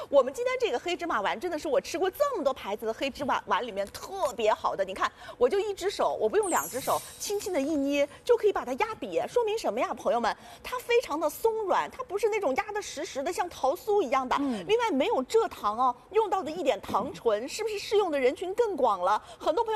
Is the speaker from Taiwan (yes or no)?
no; China; 我们中国人特别讲究精气神儿。